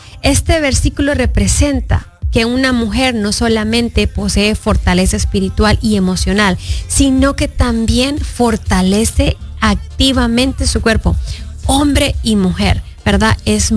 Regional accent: Honduras; moved away; yo soy de Honduras

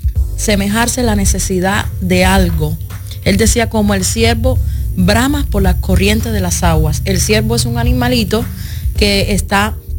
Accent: Cuba

